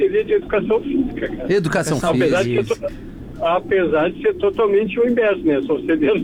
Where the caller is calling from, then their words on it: Porto Alegre, Rio Grande do Sul, Brazil; Sou de Porto, mano.